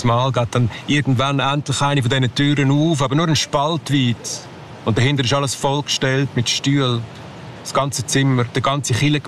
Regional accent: Aargau, Switzerland; born there; ich bin nicht in einer Kleinstadt aufgewachsen, ich bin auf dem Land aufgewachsen.

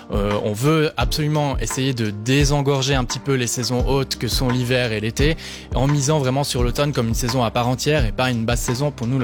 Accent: Switzerland; ça me fait tellement rêver en tant que Suisse

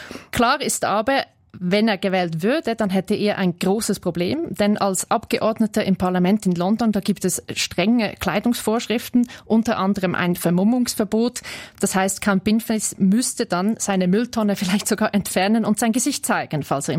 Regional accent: Switzerland; sicher sagen, dass Humor in der britischen Politik einen viel höheren Stellenwert hat als zum Beispiel bei uns in der Schweiz.

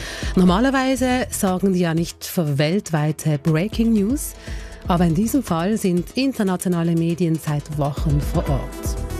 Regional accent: Switzerland; Ich meine, bei uns in der Schweiz geht bei eidgenössischen Wahlen meist mehr als die Hälfte gar nicht wählen.

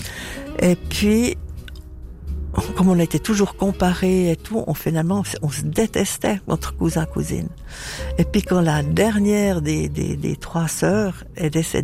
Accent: Lausanne, Vaud, Switzerland; born there; also born or lived in Colombier; Bon, ma grand-mère habitait Lausanne, donc ma mère est venue accoucher près de sa maman, donc je suis née à Lausanne, mais j'ai passé 10 jours en clinique.

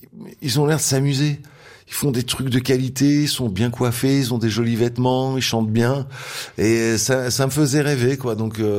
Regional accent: Vaud, Switzerland; j'ai grandi dans le Vaudoise, dans une banlieue quand même assez lointaine, relativement triste, avec pas grand chose à faire

